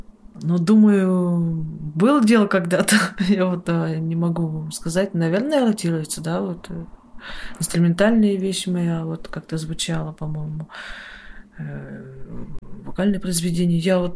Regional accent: Kursk, Kursk Oblast, Russia; Я приехала из города Героя Курск.

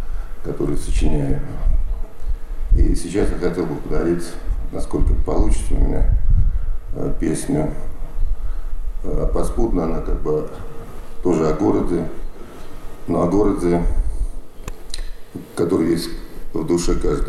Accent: Samara, Samara Oblast, Russia; я сам из Самары очень люблю ее.

